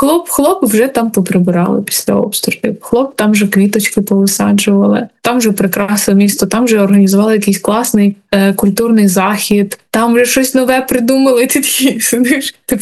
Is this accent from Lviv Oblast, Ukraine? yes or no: no; Kharkiv, Kharkiv Oblast, Ukraine